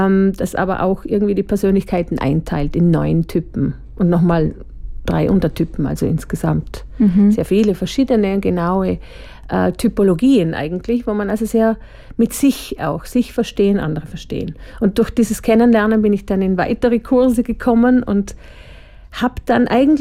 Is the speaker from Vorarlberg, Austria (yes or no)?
yes; Feldkirch, Vorarlberg, Austria; moved away as an adult; also born or lived in Innsbruck; now in Spain; wie du schon gesagt hast, und ich komme ursprünglich aus Feldkirch, bin dort aufgewachsen und dann aber habe ich in Innsbruck Politikwissenschaften studiert und bin nach dem Studium eigentlich gleich mal, lass mich überlegen, 1995 nach Spanien gezogen